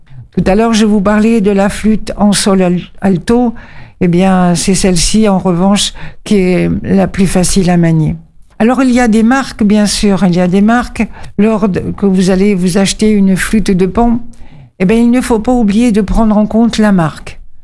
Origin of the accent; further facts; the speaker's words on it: Mediterranean, France; moved away; ça vient du pays d'où je viens, de la Méditerranée.